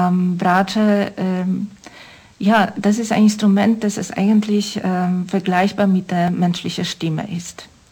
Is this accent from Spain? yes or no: no; Poland; German is a second language; moved away; weil ich aus Polen komme, wir haben oft darüber geredet, dass man sehr, sehr oft die Länder bezeichnet als Osteuropa, aber eigentlich sind wir in der Mitte